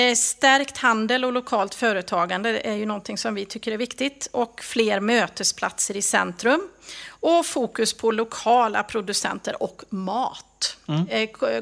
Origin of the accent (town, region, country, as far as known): Hudene, Västra Götaland County, Sweden